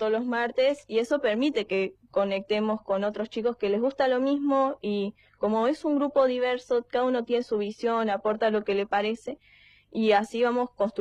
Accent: Villa Carlos Paz, Córdoba, Argentina; yo soy de acá de Carlos Paz

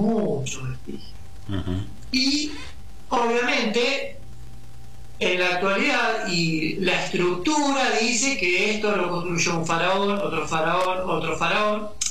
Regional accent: Quilmes, Buenos Aires Province, Argentina; aparte somos todas de Quilmes.

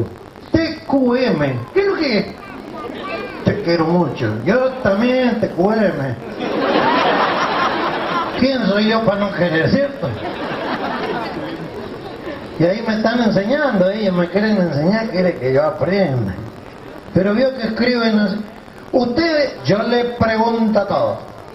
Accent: La Viña, Mendoza, Argentina; born there; yo nací en La Viña, en Mendoza.

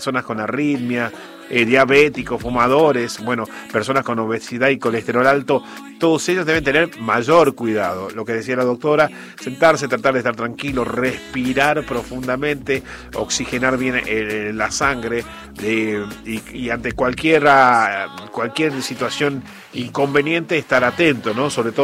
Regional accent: Argentina; porque somos los argentinos en general, somos de juntarnos para lo que sea y comer

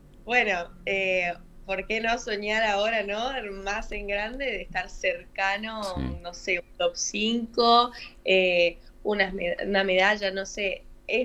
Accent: Posadas, Misiones, Argentina; moved away as an adult; now in Buenos Aires, Argentina; Yo soy de Posadas y ahora, bueno, estoy viviendo en Buenos Aires. A partir del año pasado me mudé sola para acá

